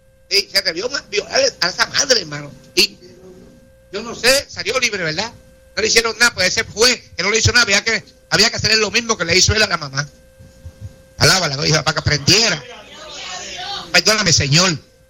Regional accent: Corozal, Puerto Rico; moved away; allá en Puerto Rico, en mi pueblo, Corozal, Puerto Rico

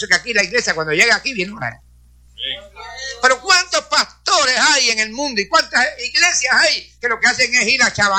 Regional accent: Puerto Rico; born there; moved away

